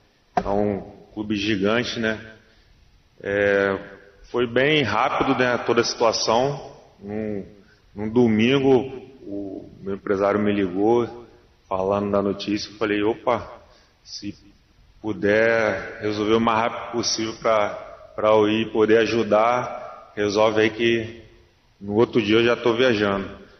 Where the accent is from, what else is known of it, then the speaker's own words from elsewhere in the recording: Rio de Janeiro, Brazil; moved away as an adult; now in Belém, Brazil; Eu sou do Rio de Janeiro